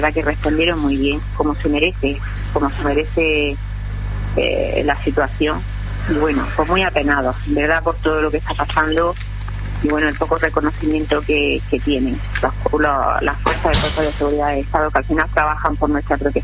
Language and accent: Spanish; Andalusia, Spain; el pabellón bien alto, como buenos andaluces que somos.